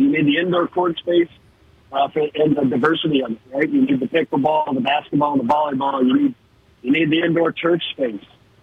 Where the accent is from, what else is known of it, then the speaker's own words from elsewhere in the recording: Custer, South Dakota, United States; as a West River guy growing up in Custer